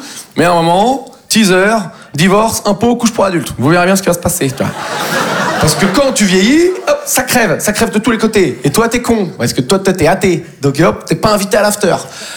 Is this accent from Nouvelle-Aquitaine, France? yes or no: yes; Nouvelle-Aquitaine, France